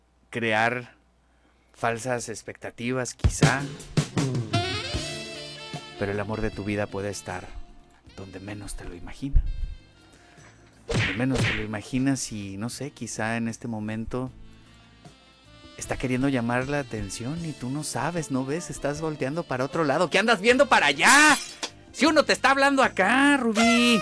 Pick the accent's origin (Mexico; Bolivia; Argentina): Mexico; es lo que nos merecemos como mexicanos, ese contenido es el que queremos, ese.